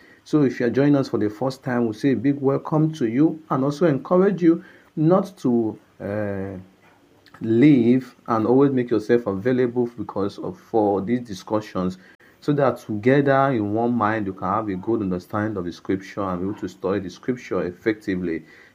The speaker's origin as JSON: {"language": "English", "town": "Okada Town", "region": "Edo", "country": "Nigeria", "said": "from Okada Town, Edo State, Nigeria."}